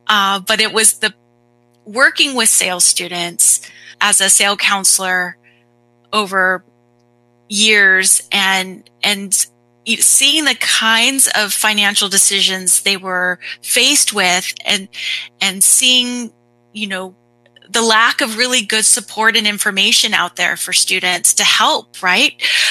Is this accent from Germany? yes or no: no; California, United States; And I grew up in Southern California